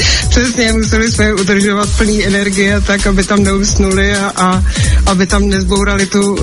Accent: Třebechovice pod Orebem, Hradec Králové Region, Czechia; now in Hradec Králové, Czechia; protože jsme tady z Třebechovic, teď už teda z Hradce, tak jsme to měli jako nedaleko

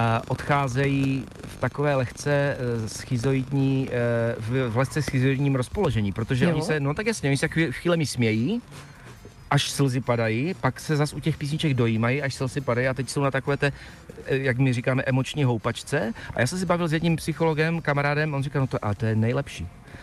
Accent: Ostrava, Moravian-Silesian Region, Czechia; Tak Ostravačka, rozumíš, my jsme všichni jako Ostraváci

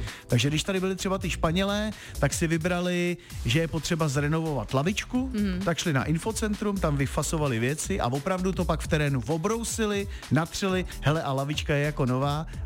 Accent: Ústí nad Labem, Ústí nad Labem Region, Czechia; Taky, na to jsem Ústečák jako a vůbec nevím, že to existuje

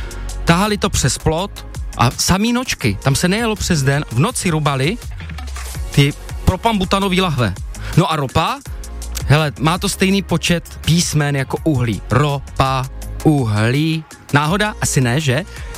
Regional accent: Moravian-Silesian Region, Czechia; U nás na Ostravsku

